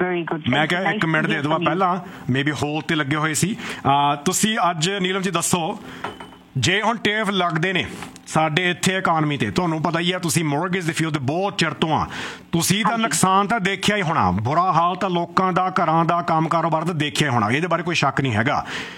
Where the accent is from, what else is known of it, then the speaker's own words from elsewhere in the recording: Canada; ਸਾਡੇ ਵਰਗੇ ਇੱਥੇ ਜੰਮੇ ਪਲੇ ਆ